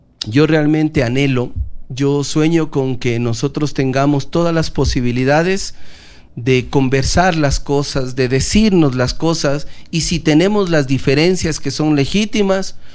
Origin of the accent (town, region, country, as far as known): Loja, Ecuador